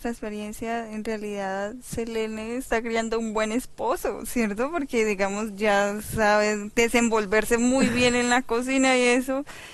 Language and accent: Spanish; La Paz, Bolivia; yo nací en La Paz, Bolivia, y ahí hace mucho frío